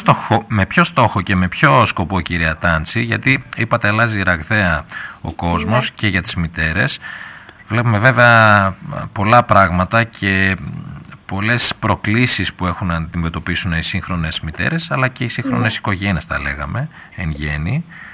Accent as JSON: {"language": "Greek", "country": "Greece"}